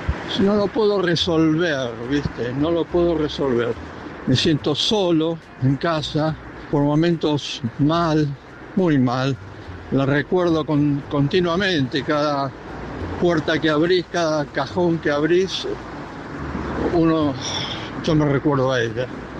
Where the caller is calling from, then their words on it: Buenos Aires, Argentina; Yo soy de Capital Federal